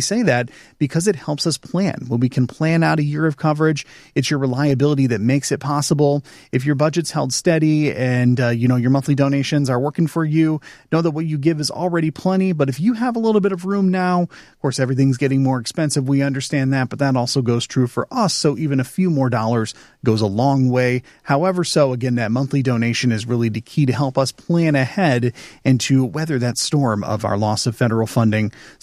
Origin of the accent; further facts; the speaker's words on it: Greenville, Michigan, United States; No, my hometown of Greenville, same thing. Nothing.